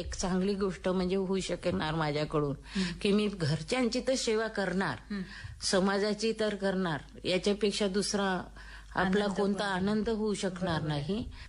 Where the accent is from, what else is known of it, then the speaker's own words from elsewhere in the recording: Dahegaon, Maharashtra, India; आणि मी यवतमाळ जिल्ह्यामध्ये दहेगाव आहे त्या गावची आहे. ते सर्व शिक्षण आमचं आश्रमशाळेला झालेलं आहे हॉस्टेलमध्ये.